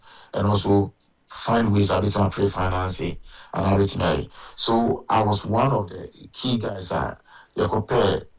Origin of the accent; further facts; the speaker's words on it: Accra, Greater Accra, Ghana; now in United Kingdom; That's where I grew up in Accra.